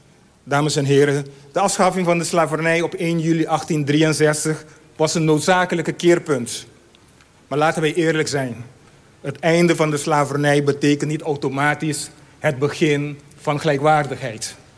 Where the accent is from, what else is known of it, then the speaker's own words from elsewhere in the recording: Rincon, Bonaire, Caribbean Netherlands; born there; first language Papiamento; Dutch is a second language; Rincon. Het dorp waar ik ben geboren.